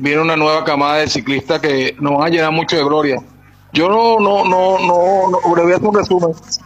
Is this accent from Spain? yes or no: no; Venezuela; de verdad que eso me llena de orgullo a mí como venezolano, el desarrollo que se viene.